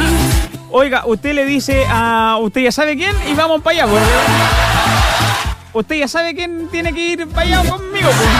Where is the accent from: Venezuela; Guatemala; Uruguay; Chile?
Chile; yo soy como buen chileno.